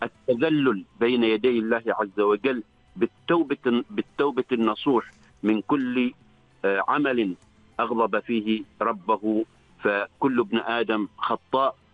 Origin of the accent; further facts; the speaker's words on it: Oman; ونحن أهل عمان